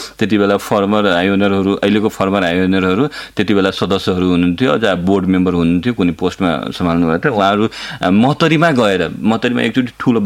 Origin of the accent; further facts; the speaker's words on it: Jaleshwar, Madhesh Province, Nepal; त्यहाँ पनि म जलेश्वर नगरपालिका वडा नम्बर 7 मेरो घर छ होइन